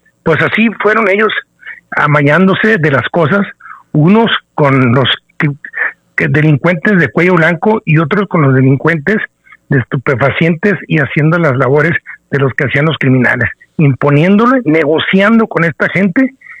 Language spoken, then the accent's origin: Spanish; Ciudad Juárez, Chihuahua, Mexico; los que somos de Juárez y vivimos los tiempos difíciles 2007-2011